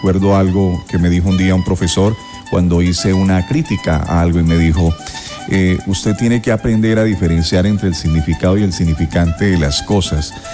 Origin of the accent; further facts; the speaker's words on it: Villavicencio, Meta, Colombia; born there; Yo soy nacido en Villavicencio, de sangre pancha.